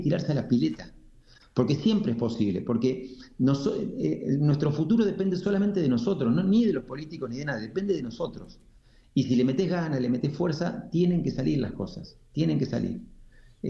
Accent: Argentina; de la yerba mate, que es nuestra cultura, es nuestro ADN como argentinos

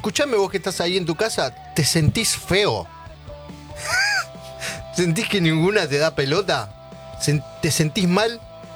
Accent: San Juan, Argentina; Yo soy sanjuanino

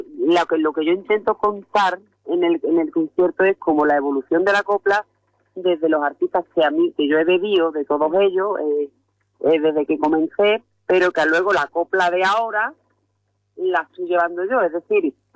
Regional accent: La Luisiana, Andalusia, Spain; yo soy de la Luisiana

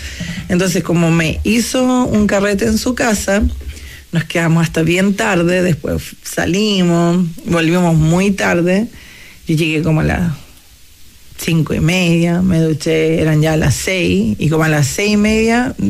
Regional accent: Zagreb, City of Zagreb, Croatia; Spanish is a second language; now in Split, Croatia; yo soy de Zagreb, pero nos cambiamos hace 3 años, nos fuimos a vivir a Split.

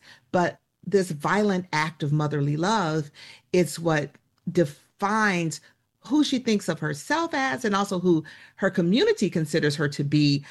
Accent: the South, United States; as I stated previously, I am a Southerner.

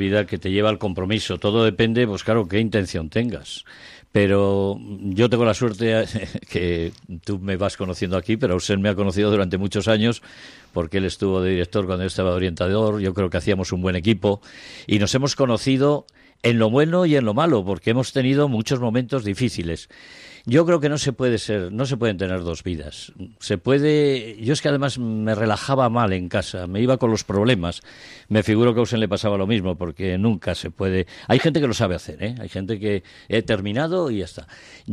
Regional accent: Burgos, Castile and León, Spain; yo nazco en un barrio de Burgos, además en aquel entonces se nacía en casa, en Burgos también

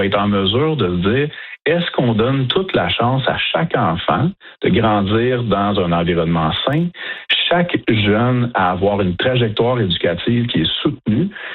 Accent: Kanesatake, Quebec, Canada; je viens de Ganesetagé.

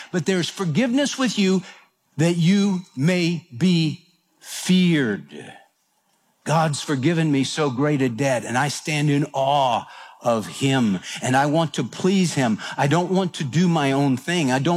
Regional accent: Houston, Texas, United States

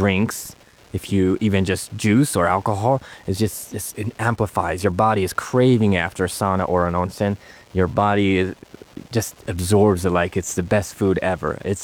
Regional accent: Kyushu, Japan; now in United States; I'm from Kyushu, which is very famous for tonkotsu ramen

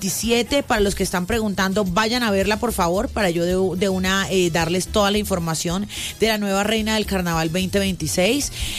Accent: Barranquilla, Atlántico, Colombia; Soy barranquillera

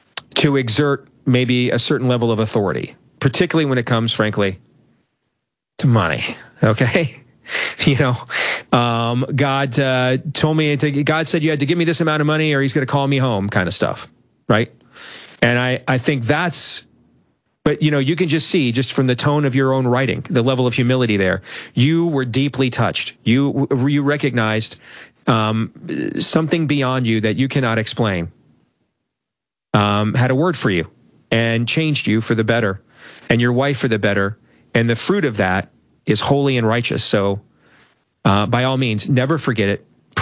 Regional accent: Iowa, United States; also born or lived in Michigan; because I'll talk about my home state of Iowa, my former home state of Michigan.

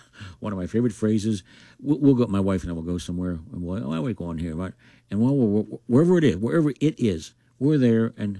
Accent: Farrell, Pennsylvania, United States; I literally walk around with a chip on my shoulder like, yeah, I'm from Farrell. What of it?

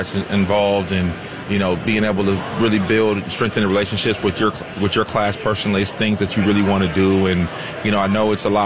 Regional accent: Minnesota, United States; Well, I'm from Minnesota, so, you know, it's not like growing up in Houston or, you know, Dallas or Miami or L.A. where you have these, like, hotbeds of, you know, the best athletes in the country.

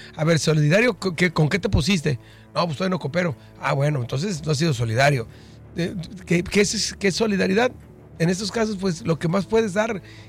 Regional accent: Mexico; Como mexicanos ya lo vivimos en diferentes etapas de la vida de nuestro país

